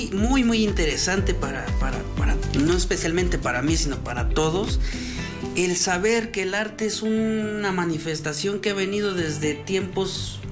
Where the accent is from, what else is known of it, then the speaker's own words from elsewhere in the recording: Santiago Quiotepec, Oaxaca, Mexico; nacido en una comunidad de la región Cañada de Cuicatlán, Oaxaca.